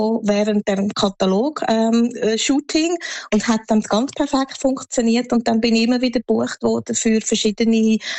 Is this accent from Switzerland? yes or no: yes; Switzerland; Also, also Schweiz ist da, wo ich geboren bin, aufgewachsen bin, in die Schule bin, die Ausbildung gemacht habe.